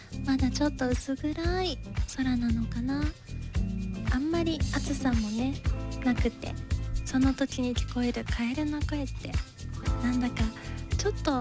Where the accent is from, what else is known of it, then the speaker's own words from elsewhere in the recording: Saitama, Japan; 私の実家は埼玉市の大宮寄りにあります。